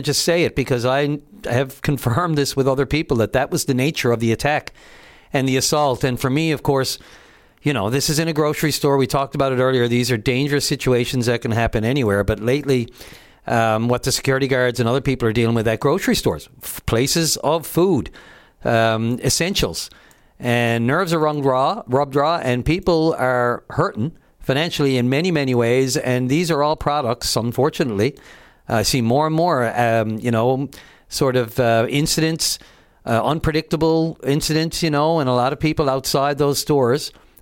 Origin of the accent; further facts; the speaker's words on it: St. John's, Newfoundland and Labrador, Canada; I grew up in the West End of St. John's and around Topsail Road and the Cowan Avenue area.